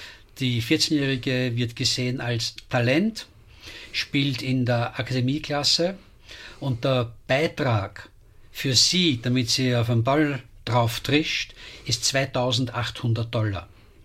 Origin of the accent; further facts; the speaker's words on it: Vienna, Austria; Als echter Wiener bin ich ein Bayern-München-Fan.